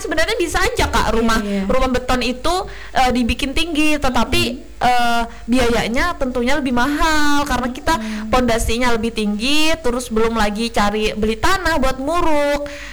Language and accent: Indonesian; Sebangau Kuala, Central Kalimantan, Indonesia; di kampung aku tinggi-tinggi Kak rumahnya.